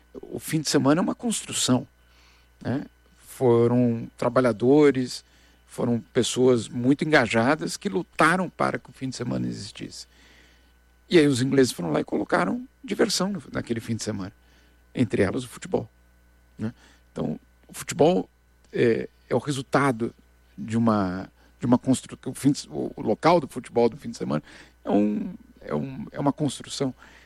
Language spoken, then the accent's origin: Portuguese; Brazil; É, eu sei que eu sou brasileiro. Eu só tenho um passaporte brasileiro. Então eu tenho certeza que eu sou brasileiro.